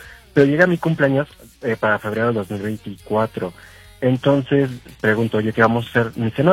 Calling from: Mexico City, Mexico; De Ciudad de México, de Parque Lindavista.

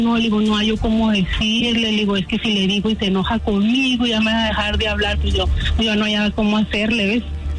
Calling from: Denver, Colorado, United States; De Denver, Colorado.

